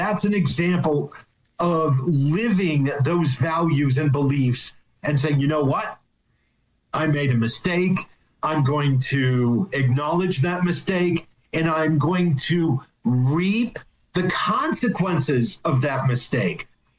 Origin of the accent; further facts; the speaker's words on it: Morris, Minnesota, United States; also born or lived in Herman, Minnesota; I was born in Morris, Minnesota. So, West Central, closer to the Dakotas.